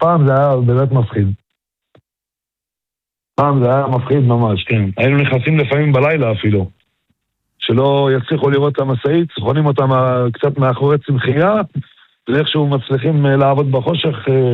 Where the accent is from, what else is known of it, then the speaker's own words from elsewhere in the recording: Marjayoun, Nabatieh Governorate, Lebanon; moved away; אני גדלתי בצד השני, נולדתי שמה.